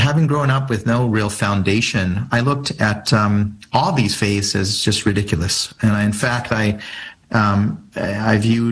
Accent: Arizona, United States; And I grew up in Arizona to two parents who really didn't talk about religion.

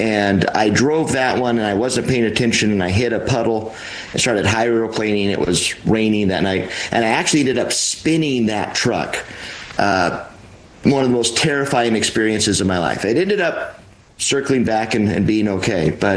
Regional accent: Casper, Wyoming, United States; So I grew up in Wyoming. My dad was the police chief in Casper, Wyoming.

